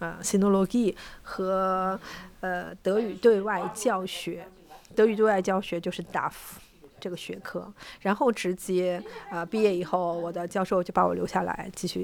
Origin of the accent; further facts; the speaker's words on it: Nanjing, Jiangsu, China; moved away as an adult; now in Leipzig, Germany; 然后我来自中国南京，南京正好是莱比锡的友好城市。我从2021年开始在这边任教，做中文老师。